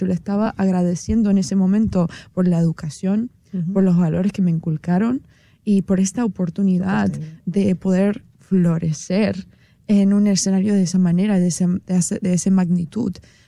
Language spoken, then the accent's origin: Spanish; Cuba; moved away; Bueno, como cubana en el exilio, yo sí le doy mucha importancia y respeto la posibilidad o el tener una postura diferente, ¿no?